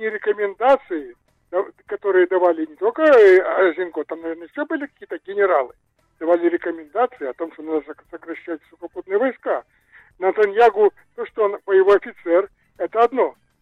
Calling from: Katzrin, Northern District, Israel; я из Катерина.

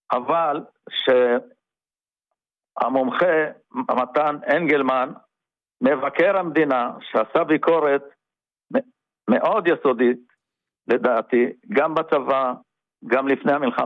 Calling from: Hod HaSharon, Central District, Israel; מהוד השרון.

